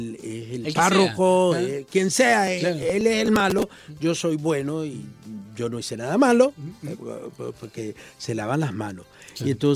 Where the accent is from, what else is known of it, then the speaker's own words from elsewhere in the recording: Nicaragua; born there; yo soy nacido también en Nicaragua